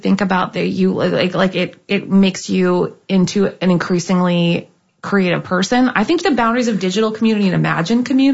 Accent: Canada; Like I remember the first time I was introduced to American evangelicalism as a Canadian

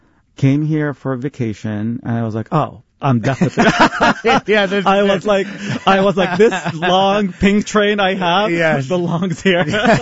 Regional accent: Al Wakrah, Qatar; first language Arabic; English is a second language; moved away; I'm born and raised in El Wakra, which is a little south of Doha.

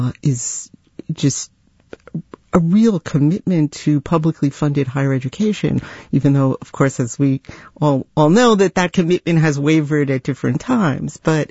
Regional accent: New York, United States; moved away as an adult; now in Berkeley, California, United States; I'm actually a New Yorker originally, so which surprises people. But it was partly because of coming from New York and moving to California in 2000

